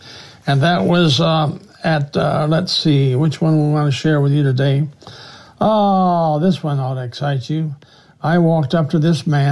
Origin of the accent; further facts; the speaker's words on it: South Dakota, United States; also born or lived in Ohio; told him I was a preacher from South Dakota and lived in Ohio